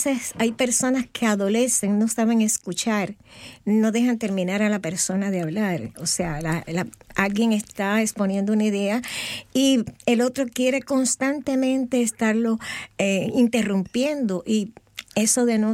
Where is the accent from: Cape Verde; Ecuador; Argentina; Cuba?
Cuba; Santiago de Cuba; born there; moved away; Y nosotros, porque yo nací en Santiago de Cuba, somos santiagueros.